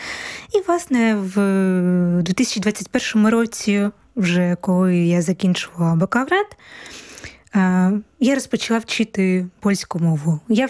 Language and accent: Ukrainian; Kharkiv, Kharkiv Oblast, Ukraine; moved away as an adult; now in Poland; Я з міста Харкова. Власне, я народилася у Харкові і жила багато років в місті Харків. Але вже коли приїхала до Польщі